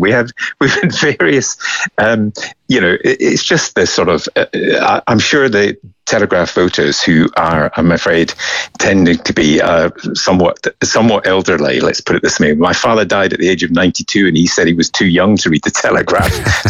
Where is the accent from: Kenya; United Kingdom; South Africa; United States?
United Kingdom; Scotland; now in England; in England, where I live, although I'm Scottish and I've got Northern Ireland roots